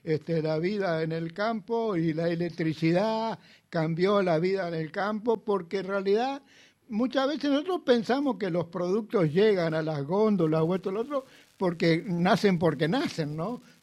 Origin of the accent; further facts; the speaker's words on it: Colonia, Uruguay; Yo soy de Colonia